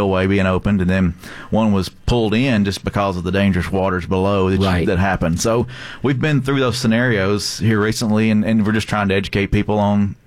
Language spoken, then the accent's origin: English; Meigs County, Tennessee, United States; growing up in Meigs